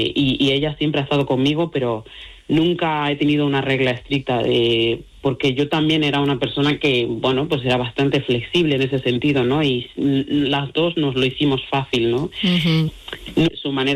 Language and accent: Spanish; Mali; Spanish is a second language; now in Spain; ahora no me acuerdo prácticamente de mi dialecto, hablo mejor el castellano y el gallego que mi propio dialecto, y la suerte que tengo es que tengo una pareja maravillosa que también es de Mali